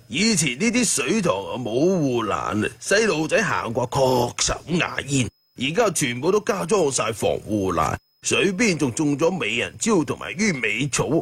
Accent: Guangdong, China; 我土生土长60多年噶啦。

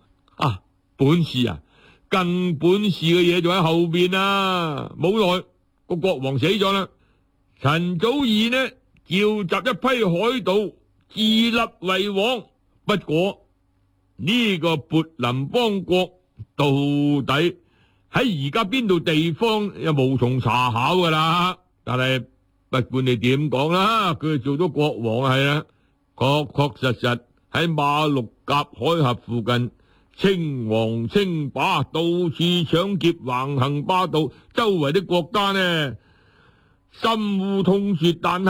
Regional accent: Guangdong, China; 他是我们广东人来的嘛，

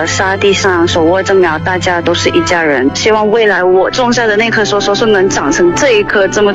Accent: Kuala Lumpur, Federal Territory of Kuala Lumpur, Malaysia; 我是来自马来西亚的华人，从小就是在吉隆坡长大。

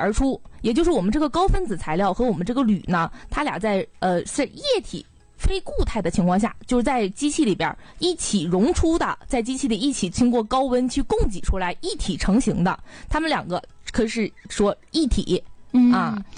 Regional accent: Northeast China, China; 用我们东北话叫离弧。

